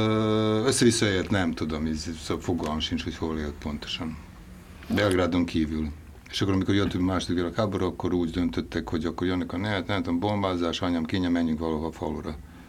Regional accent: Novi Kneževac, Vojvodina, Serbia; born there

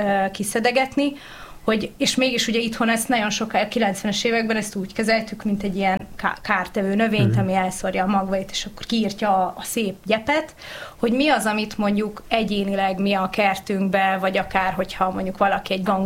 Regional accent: Nyíregyháza, Szabolcs-Szatmár-Bereg, Hungary; gyerekként a Nyíregyházának, ahol én felnőttem

